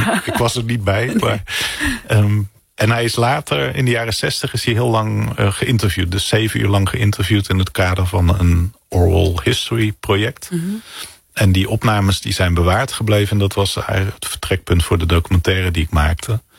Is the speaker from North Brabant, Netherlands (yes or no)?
yes; North Brabant, Netherlands; Ik kom ook uit Brabant